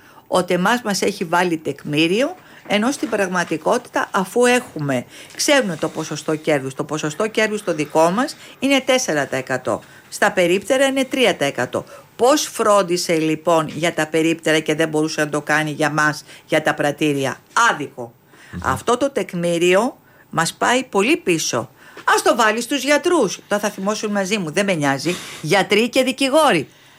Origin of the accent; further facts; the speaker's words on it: Greece; Εγώ δεν μπορώ στην πατρίδα μου την Ελλάδα να νιώθω ξένη. Νιώθω ξένη στην πατρίδα μου.